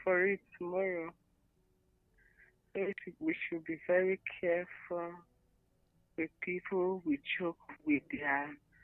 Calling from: Abuja, Federal Capital Territory, Nigeria; I'm from Abuja.

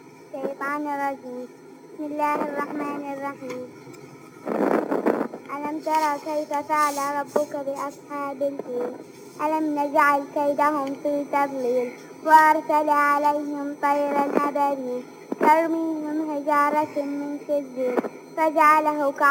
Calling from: Al Hawtah, Yemen

